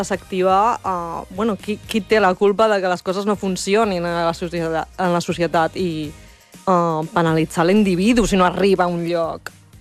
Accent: Cornellà de Llobregat, Catalonia, Spain; Nosaltres dues som de Cornellà.

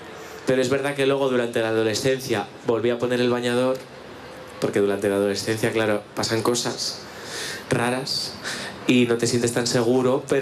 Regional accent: Spain; los maricones de España, que yo los quiero mucho porque yo también soy maricón de España

